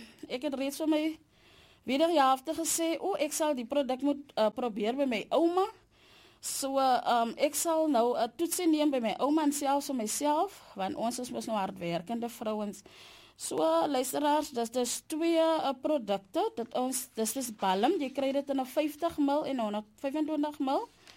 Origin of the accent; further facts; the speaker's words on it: George, Western Cape, South Africa; moved away as an adult; now in Oudtshoorn, South Africa; Ek is eintlik van George, maar vir die afgelope 5 jaar, eintlik meer as 5 jaar, 7 jaar is ek in Oudtshoorn